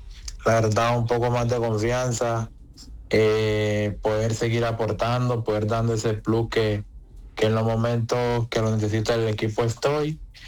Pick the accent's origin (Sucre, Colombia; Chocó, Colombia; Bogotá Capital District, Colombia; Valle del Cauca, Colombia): Chocó, Colombia; now in Argentina